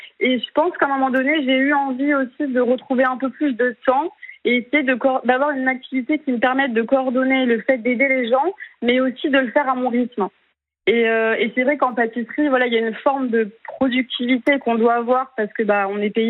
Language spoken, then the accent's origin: French; Saint-Pierre, Réunion, France; also born or lived in Toulouse; now in Montpellier, France; Non, parce que moi je suis née à Toulouse, mais par contre j'ai grandi 20 ans à La Réunion.